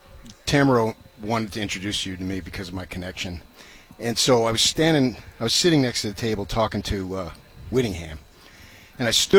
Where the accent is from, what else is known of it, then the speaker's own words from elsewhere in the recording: Phoenix, Arizona, United States; In this I grew up in Phoenix.